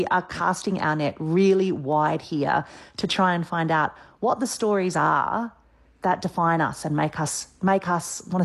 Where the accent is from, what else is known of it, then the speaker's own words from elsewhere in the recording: Western Australia, Australia; I'm West Australian, so I probably should have, but I haven't yet.